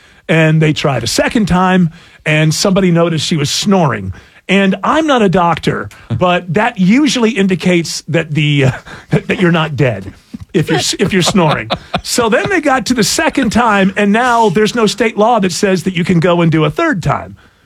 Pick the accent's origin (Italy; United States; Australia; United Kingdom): United Kingdom; England; I'm English